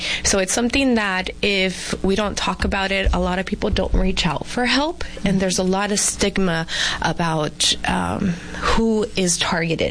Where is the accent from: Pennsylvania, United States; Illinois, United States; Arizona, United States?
Arizona, United States; Yuma; also born or lived in Mexico; my roots are from Yuma. Yay. I was born in Mexico, and my family migrated to the U.S. when I was very young.